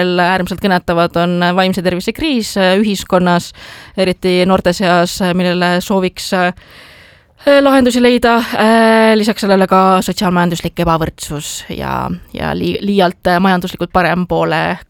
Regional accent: Tallinn, Harju County, Estonia; mina olen Tallinnast ja Tallinna poliitik

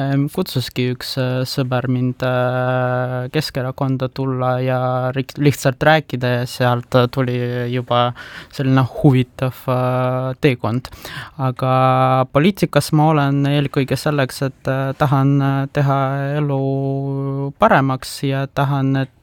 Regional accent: Tallinn, Harju County, Estonia; mina ka olen Tallinnast

